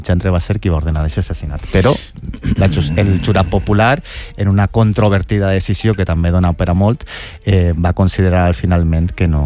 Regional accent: Valencian Community, Spain; Jo que sóc de la Marina Alta, molta gent major, tots els estalvis de la vida han, de la seva vida els han invertit en una vivenda i la tenen llogada ara.

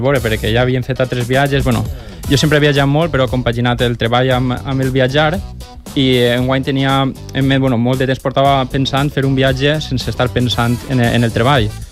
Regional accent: Benigànim, Valencian Community, Spain; Benigànim. Segurament es coneixeran per el poble de la Beata Inés de Benigànim.

